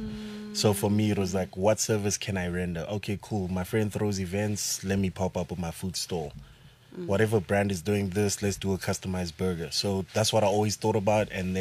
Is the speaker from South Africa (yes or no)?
yes; Soweto, Gauteng, South Africa; I grew up in Soweto.